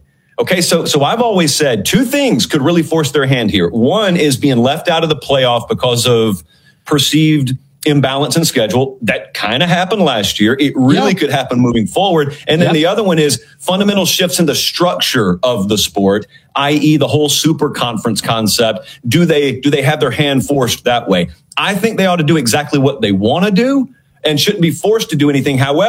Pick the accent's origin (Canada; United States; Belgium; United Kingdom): United States; Deep South; born or raised there